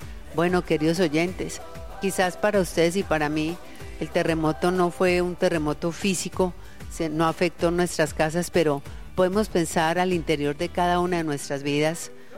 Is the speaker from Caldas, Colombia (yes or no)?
yes; Manizales, Caldas, Colombia; moved away; Manizales, de donde yo soy oriunda